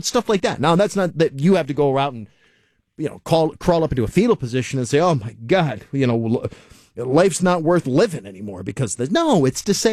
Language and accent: English; Charlestown, Rhode Island, United States; Remember, folks, I grew up down there in Charlestown. I grew up in South County.